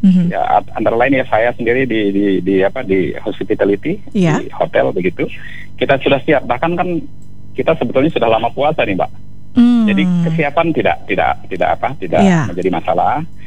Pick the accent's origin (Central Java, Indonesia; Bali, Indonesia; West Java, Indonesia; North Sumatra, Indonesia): Bali, Indonesia; Saya sendiri orang Bali, saya mengakui bahwa Lombok pantainya terutama itu jauh lebih bagus.